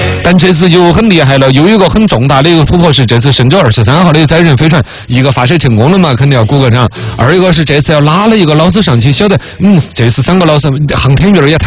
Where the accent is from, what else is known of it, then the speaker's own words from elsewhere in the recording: China; 我们中国人